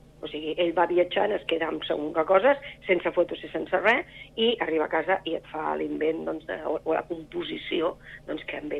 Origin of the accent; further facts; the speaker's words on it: Sabadell, Catalonia, Spain; now in Castellar del Vallès, Spain; No, jo soc de Sabadell, però els dos vivim a Castellà, els dos vivim a Campfont.